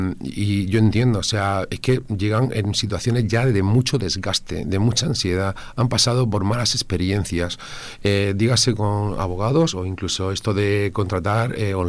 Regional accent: Molina de Segura, Region of Murcia, Spain; born there; nosotros estamos aquí en Molina, yo soy de Molina, nací hace 50 años en la calle justamente detrás de donde tengo el despacho.

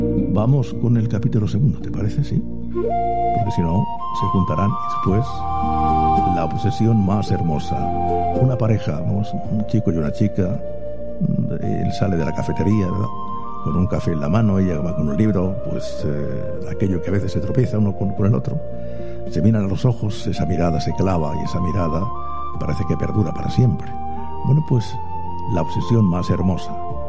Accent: Murcia, Region of Murcia, Spain; born there; nací en Murcia capital

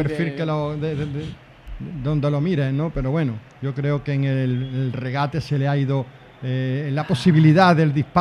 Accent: Andalusia, Spain; Soy andaluz, no digo Pera, digo Pere.

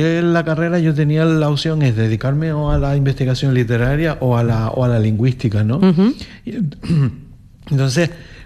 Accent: Arrecife, Canary Islands, Spain; Y yo, que he nacido aquí, que he vivido siempre en Arrecife, que me he criado, que salvo la época en la que estuve fuera estudiando y demás

